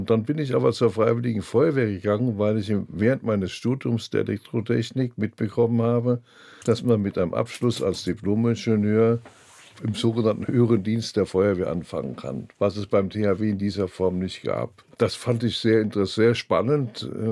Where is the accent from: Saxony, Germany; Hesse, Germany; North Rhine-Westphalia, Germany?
Hesse, Germany; Darmstadt; born there